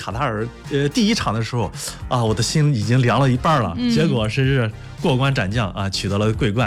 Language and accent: Chinese; Shangqiu, Henan, China; 好的，大家好，我是来自河南商丘